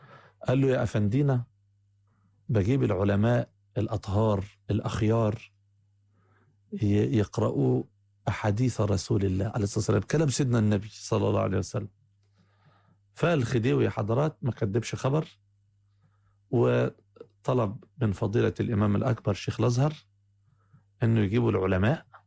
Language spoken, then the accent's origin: Arabic; Egypt; أنا مصري وإنت مصري وأبويا مصري وأبوك مصري، مصريين الحمد لله.